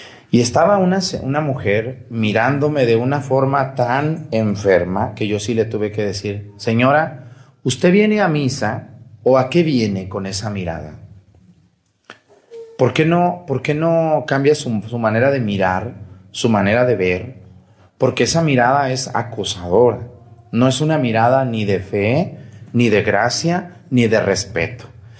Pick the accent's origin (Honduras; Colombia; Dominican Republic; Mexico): Mexico; Jalisco; moved away; Allá en mi tierra, Jalisco, se come el pozole rojo y se come en la noche.